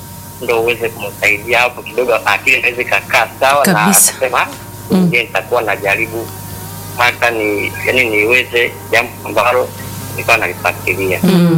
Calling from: Burundi; Natoka nchini Burundi.

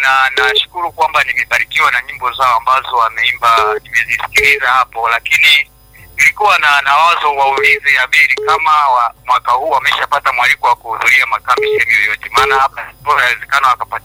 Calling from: Tabora, Tanzania; ninatokea Tabora mjini hapa.

